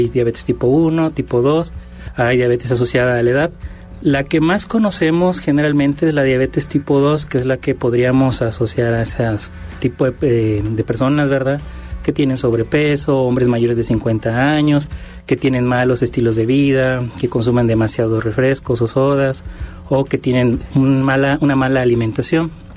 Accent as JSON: {"language": "Spanish", "country": "Mexico", "said": "Como personas mexicanas que somos, pues somos una mezcolanza de diferentes lugares del mundo."}